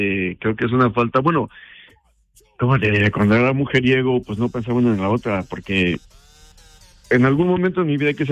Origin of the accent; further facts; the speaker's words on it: Mexico; now in Omaha, United States; el acento también, pues, ella pensaba que yo soy de Brasil o de algún lado por allá. Nunca pensé que fuera mexicano.